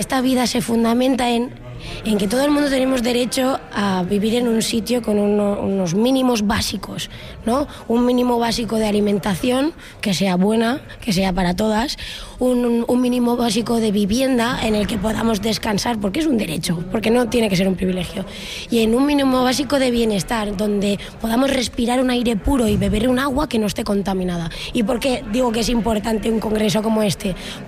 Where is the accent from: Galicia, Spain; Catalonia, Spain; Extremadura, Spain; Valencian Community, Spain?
Valencian Community, Spain; Canals; soy de Canals, Valencia.